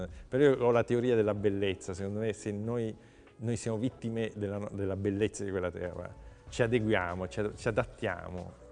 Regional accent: Palermo, Sicily, Italy; Poi io vengo da Palermo e puoi immaginare quello che c'era

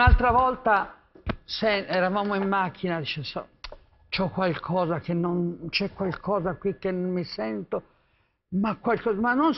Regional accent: Tuscany, Italy; Si sente che sono toscana?

